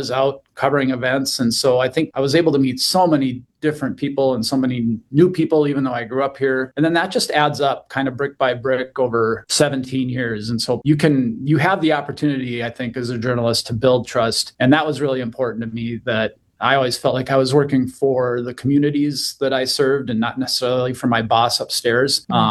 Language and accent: English; Bismarck, North Dakota, United States; I think growing up in Bismarck, and then, you know, the old saying, you can't go home again